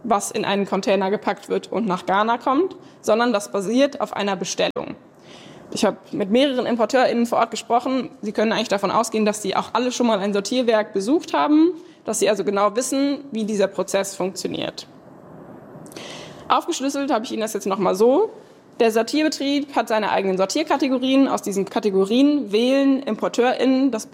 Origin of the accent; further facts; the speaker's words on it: North Rhine-Westphalia, Germany; Ich bin aus NRW